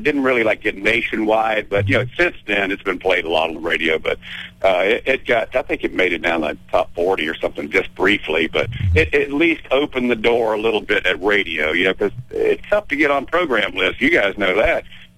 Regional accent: Jacksonville, Florida, United States; we came from Jacksonville, Florida, and it was a Navy town.

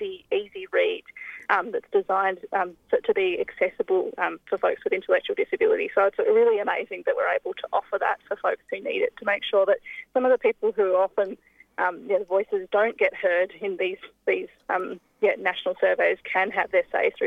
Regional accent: Tasmania, Australia; So I grew up in La Truita, Tasmania, in the south, in Hobart, in a country area out of the south of Hobart.

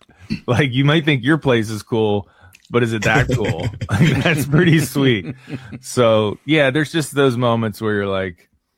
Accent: Philadelphia, Pennsylvania, United States; I mean, I'm from Philly. I don't try to play like the I'm Irish thing, but that is where my DNA or whatever comes from.

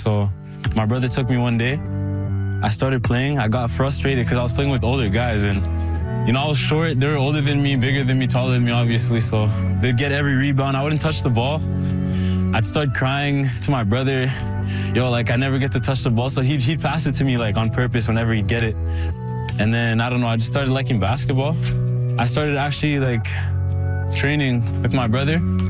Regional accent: Ottawa, Ontario, Canada; I grew up in Richie.

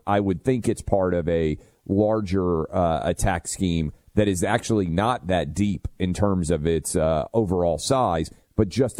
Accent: Nashville, Tennessee, United States; I hate when this happens anywhere, particularly my hometown of Nashville.

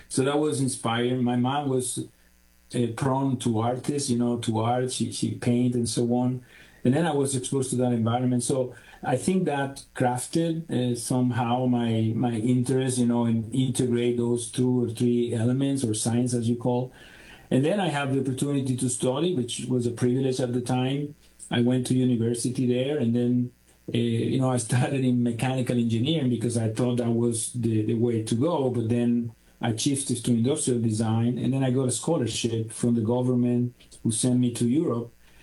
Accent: Venezuela; Yeah, the young …, I mean, I grew up in Venezuela. I don't know if you're familiar. Well, nowadays it's in the news, but you know, Venezuela is incredible nature-driven countries.

